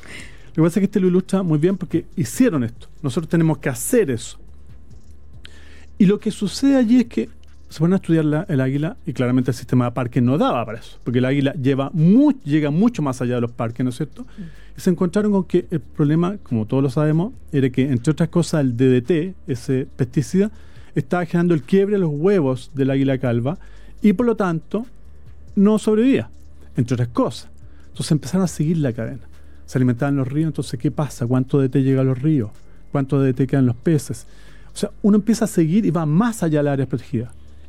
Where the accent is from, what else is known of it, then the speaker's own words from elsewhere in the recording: Chile; Los chilenos y chilenas consideramos que la naturaleza es nuestra identidad.